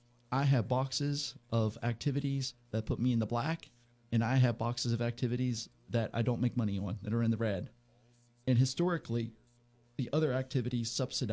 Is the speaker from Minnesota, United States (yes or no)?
no; Elkins, West Virginia, United States; I grew up, I'm originally from Elkins. I grew up as a YMCA gym rat in Elkins.